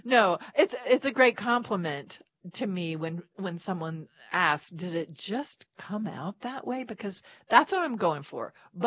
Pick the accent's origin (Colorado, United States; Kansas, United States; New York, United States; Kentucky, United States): Kentucky, United States; And finally in Lexington was an hour and a world away from where I grew up in Kentucky.